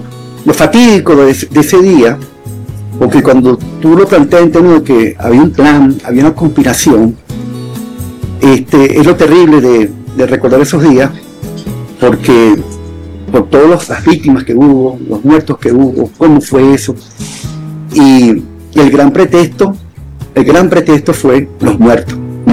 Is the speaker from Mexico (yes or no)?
no; Venezuela